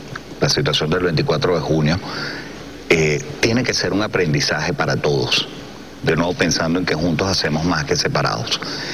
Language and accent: Spanish; Venezuela; la gran lección que podemos tener acá como venezolanos